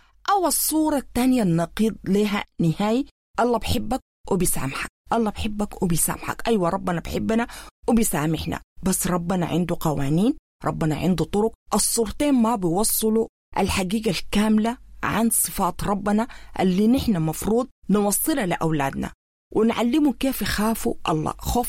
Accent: Sudan; نحن كسودانيين

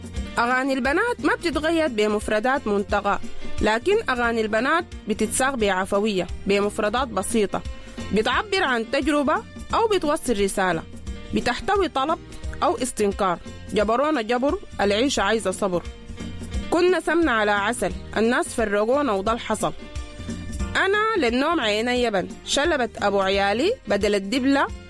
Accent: Sudan; النوع ده من الغنى موجود في مجتمعنا السوداني من زمان

